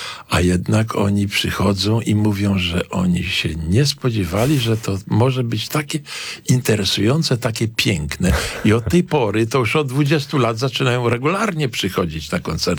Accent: Gdańsk, Pomeranian Voivodeship, Poland; jestem urodzony w Oliwie, wychowany, tutaj mieszkam, w Oliwie całe życie

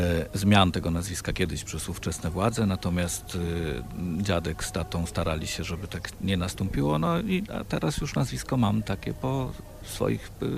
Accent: Kraków, Lesser Poland, Poland; born there; now in Sanniki, Poland; Do Sannik, do regionu Gąbisko-Sannickiego przyjechałem z Krakowa. Ja jestem Krakusem z urodzenia, zresztą od wielu pokoleń, bo i tata jest z Krakowa, i dziadek jest z Krakowa.

